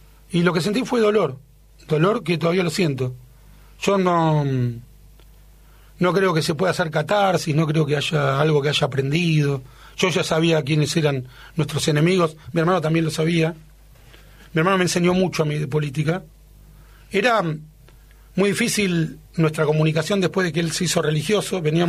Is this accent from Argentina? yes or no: yes; Argentina; los argentinos son mi pueblo, los judíos argentinos son mi pueblo en dos sentidos. Cuando Irán atacó a la Argentina, en la AMIA y antes en la Embajada de Israel, atacó a mi país, invadió mi nación